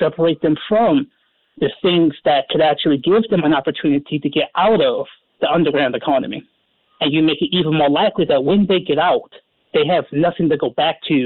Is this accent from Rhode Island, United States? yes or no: no; Baltimore, Maryland, United States; born and raised in West Baltimore. Neighborhoods like Poplar Grove, Frederick Avenue. Family eventually ended up going to Woodlawn, but I ended up graduating from City.